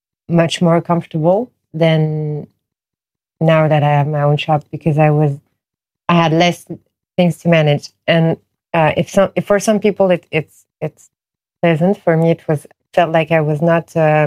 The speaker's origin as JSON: {"language": "English", "town": "Paris", "region": "Île-de-France", "country": "France", "tie": "born or raised there", "said": "and I was born and raised in Paris, so I think for a lot of other Parisians too"}